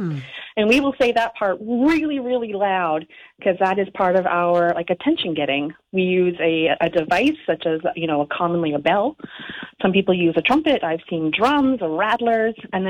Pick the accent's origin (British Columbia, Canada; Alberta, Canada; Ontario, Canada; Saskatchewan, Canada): Ontario, Canada; Collingwood; moved away as an adult; also born or lived in Ottawa, Canada; now in Hanover, Canada; Collingwood, Ontario, my hometown.